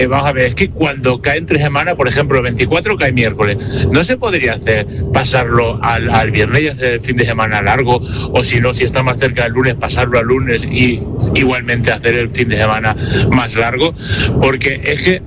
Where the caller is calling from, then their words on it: Valencian Community, Spain; aquí en la Comunidad Valenciana